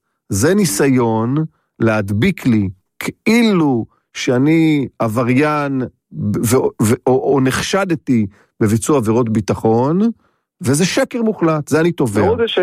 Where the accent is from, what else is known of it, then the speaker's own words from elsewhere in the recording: Haifa, Haifa District, Israel; אני חיפאי במקום.